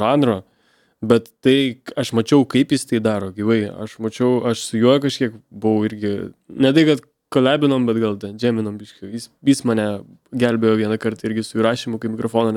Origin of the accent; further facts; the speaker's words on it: Visaginas, Utena County, Lithuania